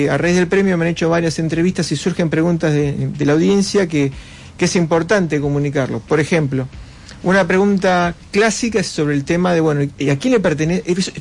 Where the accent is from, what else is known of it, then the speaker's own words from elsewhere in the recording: Bernal, Buenos Aires Province, Argentina; now in La Plata, Argentina; si bien soy de Bernal, hace muchos años vivo en La Plata.